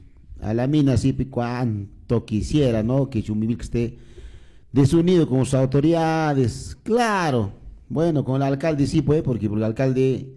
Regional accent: Peru; que tenemos que enfrentar o afrontar como peruanos durante los 5 años.

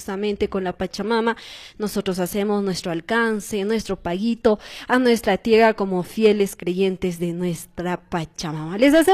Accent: Santo Tomás, Cusco, Peru; moved away as an adult; soy del distrito de Santo Tomás, licenciada en Ciencias de la Comunicación, hija de acá de Santo Tomás

